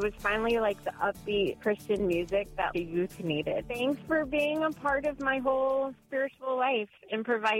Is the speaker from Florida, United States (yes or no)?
yes; Tampa, Florida, United States; Good morning. … Born and raised in Tampa, I remember being 6 years old and my mom said, let's go to the mall and meet the DJs for this new Catholic radio station.